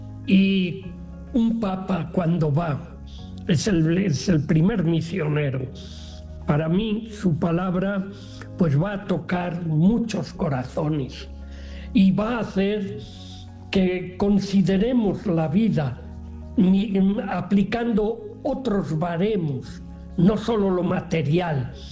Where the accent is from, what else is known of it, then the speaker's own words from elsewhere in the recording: Valladolid, Castile and León, Spain; Soy de Valladolid, es en la parte centro-norte de España